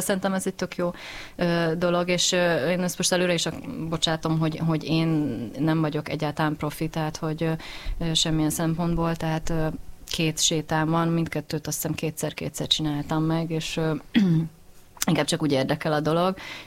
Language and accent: Hungarian; Budapest, Hungary; zuglói vagyok